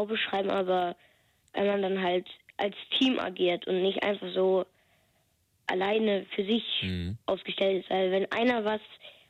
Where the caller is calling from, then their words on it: Hettensen, Lower Saxony, Germany; Hettensen, in der Nähe von Hadexen.